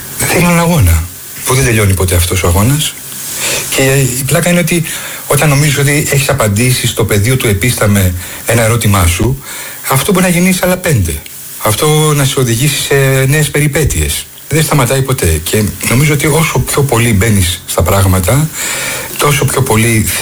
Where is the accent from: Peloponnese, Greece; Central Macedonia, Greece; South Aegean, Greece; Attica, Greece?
South Aegean, Greece; Tilos; also born or lived in Rhodes; η ταυτότητά μου γράφει γεννηθεί στη Ρόδο. Είμαι ένα παιδί που μεγαλώνει όμως στην Τήλο. Δηλαδή το νησί που μεγάλωσα είναι η Τήλος. Μπορεί να άνοιξε τα μάτια μου στη Ρόδο, αλλά ο τόπος που με όλες μου τις αισθήσεις άρχισα να αντιλαμβάνομαι και να προσπαθώ να καταλάβω τον κόσμο είναι η Τήλος.